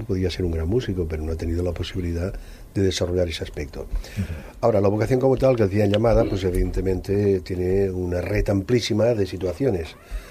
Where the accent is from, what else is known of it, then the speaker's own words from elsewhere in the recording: Aragon, Spain; Digamos que soy maño.